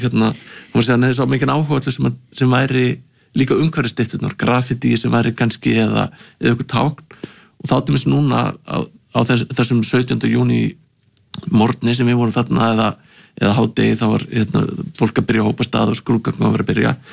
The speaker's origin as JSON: {"language": "Icelandic", "town": "Hafnarfjörður", "region": "Capital Region", "country": "Iceland"}